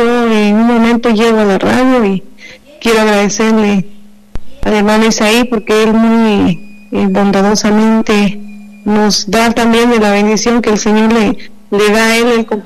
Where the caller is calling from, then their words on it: Tocache, San Martín, Peru; Sí, hermano, yo soy de Tocache, soy de Colonia del Carmen.